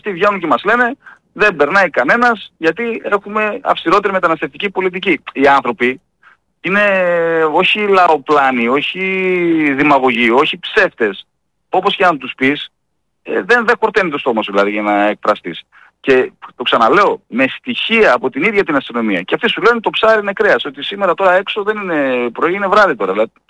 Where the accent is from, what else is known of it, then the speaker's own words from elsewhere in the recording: Eastern Macedonia and Thrace, Greece; επειδή κατάγομαι και από τον Εύρο και ζω και διαμένω και δουλεύω και εργάζομαι στον Εύρο